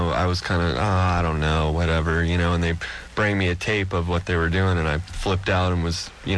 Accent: Bakersfield, California, United States; We're all from Bakersfield, California, which is a fairly small town

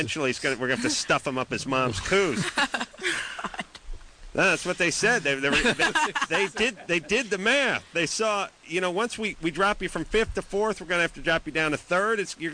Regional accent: Los Angeles, California, United States; North Hollywood? Yeah. That's my hometown.

